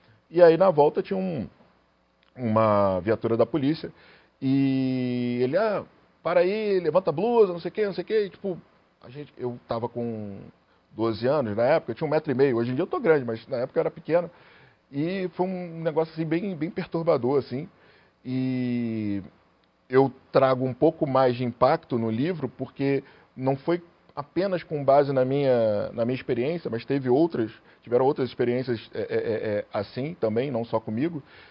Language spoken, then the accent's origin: Portuguese; Rio de Janeiro, Brazil; Eu sou carioca, então carioca fala palavrão.